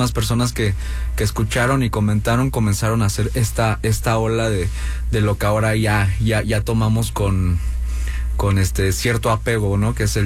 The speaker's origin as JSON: {"language": "Spanish", "town": "Gustavo A. Madero", "region": "Mexico City", "country": "Mexico", "tie": "born or raised there", "said": "yo crecí en la Gustavo Amadero, ¿no? Una colonia de por... una delegación de por acá"}